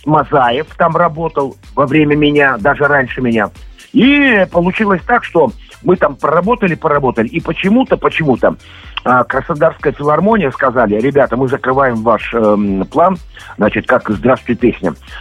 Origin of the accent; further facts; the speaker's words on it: Moscow, Russia; Ну, а Тюмен, я сам москвич, а они работали от Тюменской филармонии.